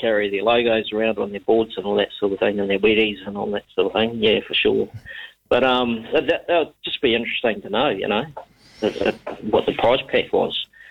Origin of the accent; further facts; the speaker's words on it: North Island, New Zealand; I've actually never surfed in the North Island, believe it or not, even though I come from the North Island.